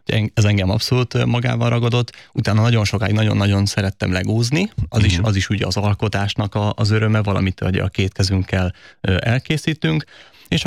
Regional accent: Budaörs, Pest, Hungary; Én speciál Budaörsön nőttem föl

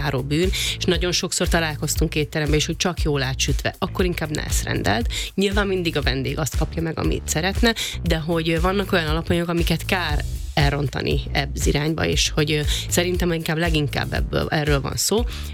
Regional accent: Szekszárd, Tolna, Hungary; born or raised there

